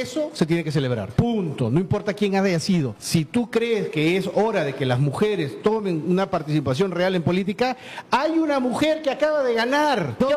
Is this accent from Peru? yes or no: yes; Peru